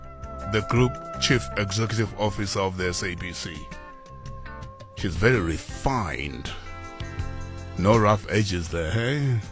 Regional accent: Soweto, Gauteng, South Africa; I grew up in Soweto.

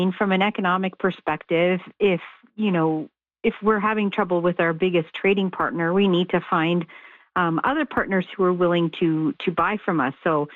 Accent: Canada

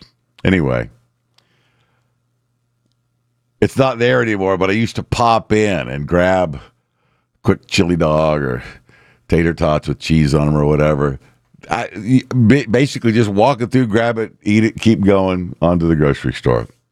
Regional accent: Houston, Texas, United States; I moved back home to the part of town that I grew up in. And when I came home from the Army and I went to college and blah, blah, blah, I didn't live in Spring Branch. I have now moved, not with my parents, I've moved back into the branch.

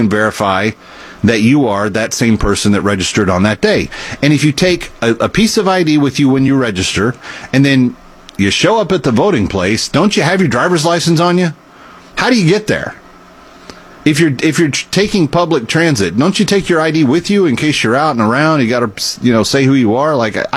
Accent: Missouri, United States; born there; I was born in Missouri.

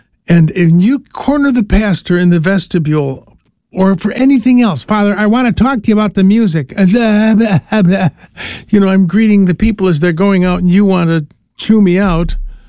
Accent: Chicago, Illinois, United States; My family is a Detroit family. I grew up in Chicago

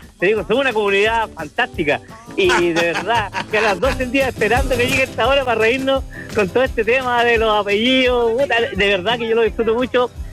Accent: Puente Alto, Santiago Metropolitan Region, Chile; Yo soy de Puente Alto.

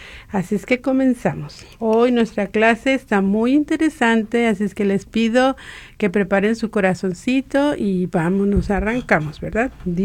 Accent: Mexico; Es septiembre, el mes patrio para nosotros los que somos mexicanos.

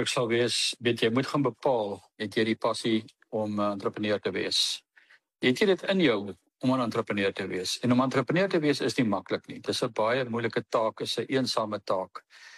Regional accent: George, Western Cape, South Africa; ook in my area waar ek vandaan kom, hoeveel gemeenskapsale is daar? Ek dink as 'n stuk of 14 gemeenskapsale reg oor die Breer George area.

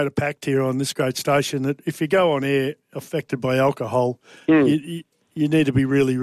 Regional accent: Queensland, Australia; Davis, as a Queenslander, it's hard for me to listen to this stuff sometimes after you blokes win.

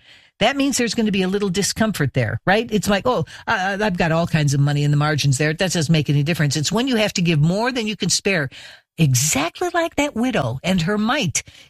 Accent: Midwest, United States; moved away; And when I was raised in the Midwest, that'd be the time you'd go out for a fish fry. They don't do that so much here on the East Coast

